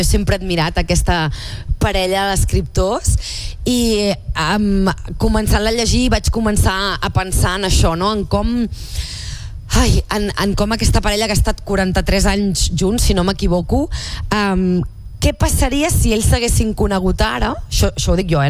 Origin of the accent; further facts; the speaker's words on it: Sant Feliu de Llobregat, Catalonia, Spain; Jo vaig començar a estudiar teatre a Sant Feliu de Llobregat, al meu poble, quan tenia 10 anys